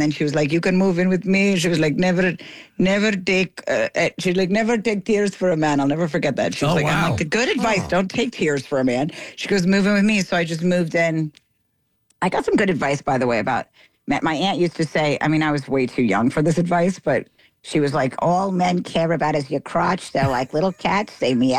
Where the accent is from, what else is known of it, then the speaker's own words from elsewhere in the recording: Maryland, United States; because I'm from Maryland